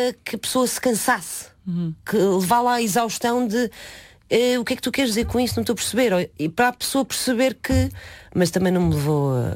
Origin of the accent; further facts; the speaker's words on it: Cascais, Lisbon, Portugal; also born or lived in Leiria; Não, por acaso acho que nunca tive o hábito de dizer que sou de Leiria, porque nasci lá e com meses de idade mudei-me para Cascais. Mudei-me não, os meus pais mudaram-se e levaram-me atrás.